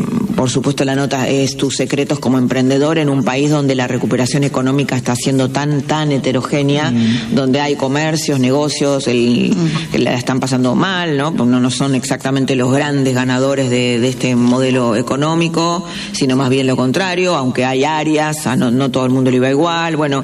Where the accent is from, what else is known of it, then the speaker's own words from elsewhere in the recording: Argentina; acá los argentinos hacemos mucha terapia